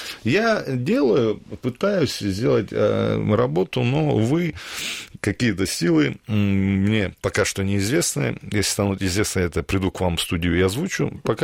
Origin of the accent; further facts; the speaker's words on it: Dagestan, Russia; Потому что я аварец, русский националист.